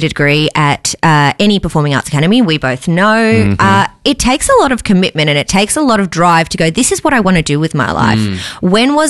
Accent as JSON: {"language": "English", "town": "Melbourne", "region": "Victoria", "country": "Australia", "said": "Ow, I have. And I'm from Melbourne."}